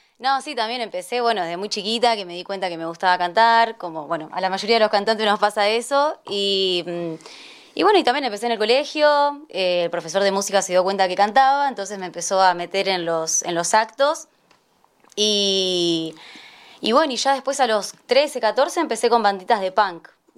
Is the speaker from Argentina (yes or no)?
yes; Quilmes, Buenos Aires Province, Argentina; una banda allá de Zona Sur, de Quilmes, de donde soy yo.